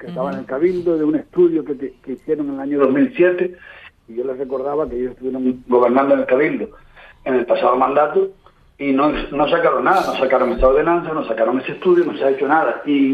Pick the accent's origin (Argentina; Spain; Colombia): Spain; Canary Islands; Yo soy muy canario, muy nacionalista y muy de mi municipio.